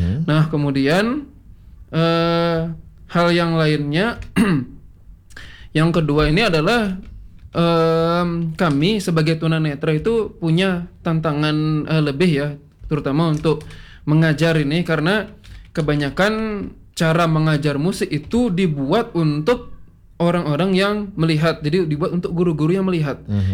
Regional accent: Bali, Indonesia; Jadi bagaimana kita sebagai orang Bali, kita melestarikan budaya Bali melalui musik tradisional misalnya

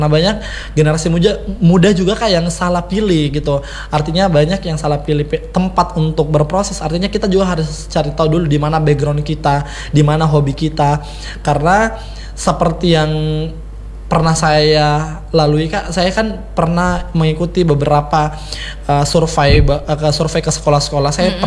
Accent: South Sulawesi, Indonesia; Di sini saya sebagai putra Sulawesi Selatan 2026.

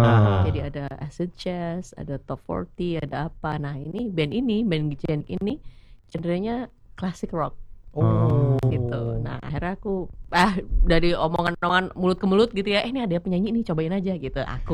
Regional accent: Surabaya, East Java, Indonesia; Jadi dulu kan aku asalnya dari Surabaya ya. Jadi aku lahir, besar, sekolah di sana ya, di Surabaya.

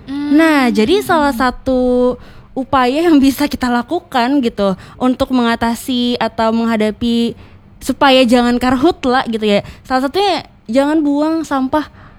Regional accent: Gambut, South Kalimantan, Indonesia; aku sendiri tuh dari Gambut, itu pagi kalau misalkan subuh tuh udah, waduh, apa nih, bayangan apa nih gitu.

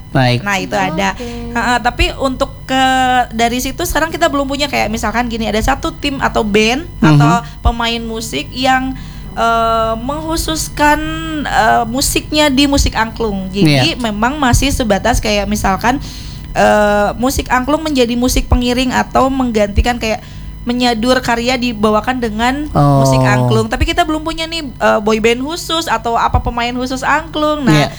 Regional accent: West Java, Indonesia

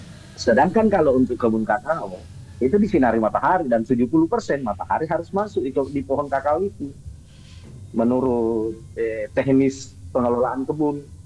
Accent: Sulawesi, Indonesia; Di sana kampung saya, di sana pulau saya, Pulau Sulawesi ada di sana.

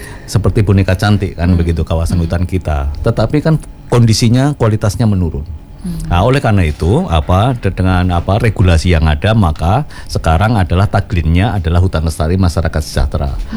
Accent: Surakarta, Central Java, Indonesia; now in Bali, Indonesia; Saya orang Solo

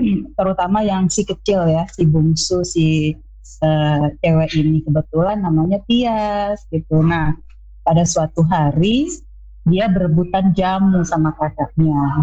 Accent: Jayapura, Papua, Indonesia; Saya lahir besar di Jayapura. Saya sudah berkeluarga. Kebetulan saya kelahiran di tahun 87. Tahun 87, udah tua

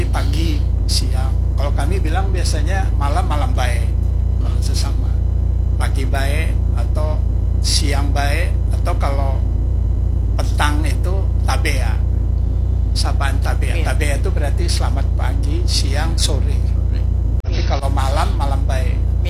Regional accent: Manado, North Sulawesi, Indonesia; now in Banjarmasin, Indonesia; Sejak dini kita dari Manado sana memang sudah diajarkan seperti itu.

